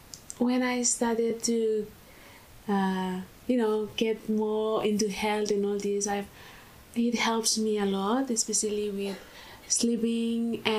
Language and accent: English; Vanuatu; moved away as an adult; now in Kangaroo Valley, Australia; I'm from Vanuatu.